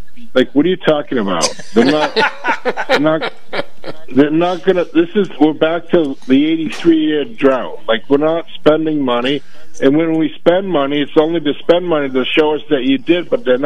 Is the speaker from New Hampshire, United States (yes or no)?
yes; New Hampshire, United States; I grew up in New Hampshire